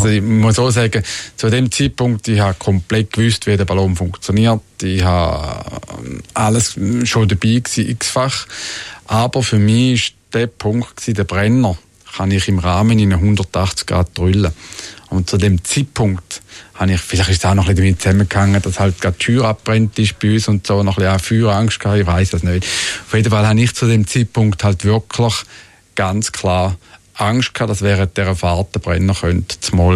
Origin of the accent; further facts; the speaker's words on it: Thurgau, Switzerland; Ich bin im Thurgau aufgewachsen.